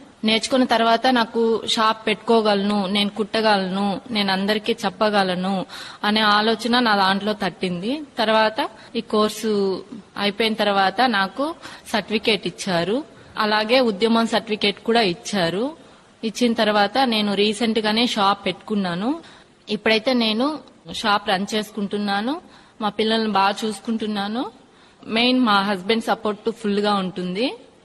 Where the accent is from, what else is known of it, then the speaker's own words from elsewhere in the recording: Tirupati, Andhra Pradesh, India; నాది Tirupati auto Nagar Ambedkar colony.